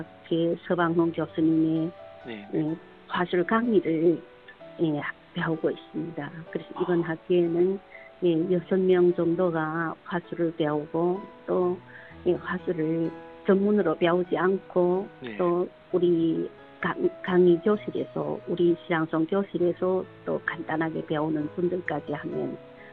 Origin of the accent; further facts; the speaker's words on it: China; 네 우리가 조선족으로서 우리 말 우리 글을 사랑하고 정말 조선족으로서의 근지감을 갖고 뜨뜻하게 이 사회에서 예, 활약하는